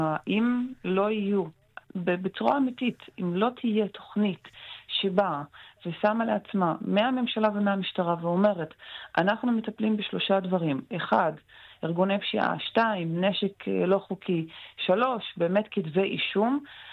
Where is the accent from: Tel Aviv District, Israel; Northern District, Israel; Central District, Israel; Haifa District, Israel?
Northern District, Israel; Kafr Yasif; אבל אני אישית, אני מגיעה מכפר יסיף. בשנתיים האחרונות בכפר שלי היו 4 מקרי רצח.